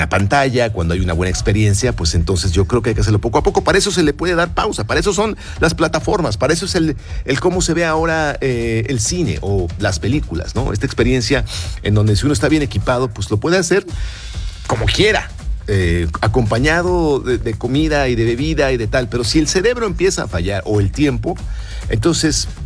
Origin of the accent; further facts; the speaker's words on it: Mexico; soy mexicano